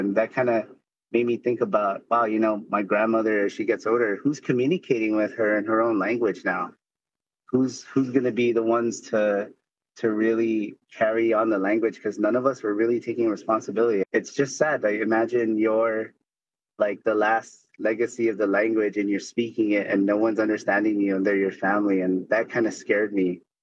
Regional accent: Guam; So I am of Chamorro descent, like many of us on island, from the island of Guam, born and raised on Guam.

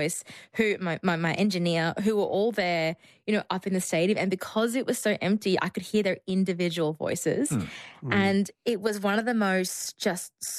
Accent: Australia; We all, as an Australian team, had our meals together in the allotment.

